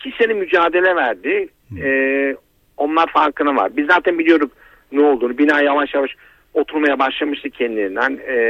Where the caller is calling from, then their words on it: Istanbul, Turkey; İstanbul'dan.